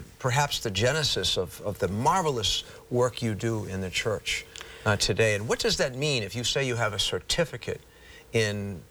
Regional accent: Boston, Massachusetts, United States; we both were born in Brighton.

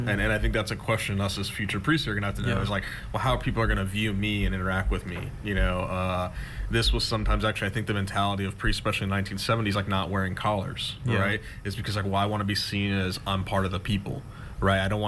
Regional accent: Helotes, Texas, United States; my time here in Texas growing up in Helotes and whatnot

